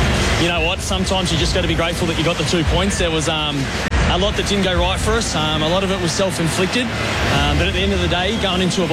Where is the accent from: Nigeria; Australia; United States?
Australia; Queensland; as a Queenslander